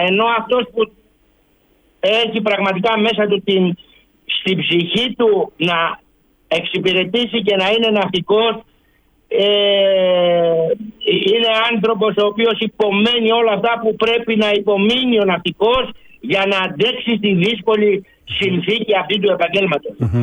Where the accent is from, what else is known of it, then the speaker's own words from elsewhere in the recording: Skyros, Central Greece, Greece; Έχω γεννηθεί εδώ στη Σκύρο, οπότε ως εκ τούτου έχω αυτό το μπλε της θάλασσας, αυτό που μας συνεπήρε βέβαια όλους τους ναυτικούς. Μεγάλωσα μέσα στη θάλασσα, μέσα στις βάρκες, μέσα στα καΐκια.